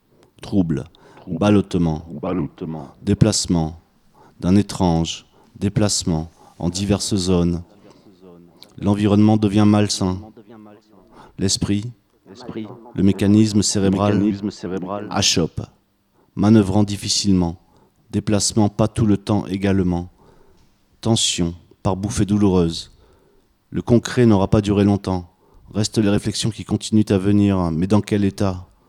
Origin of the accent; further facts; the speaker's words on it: Île-de-France, France; accent: Parisian; Je suis repéré, là, c'est bon. J'arrête, je prends mon accent parisien, maintenant.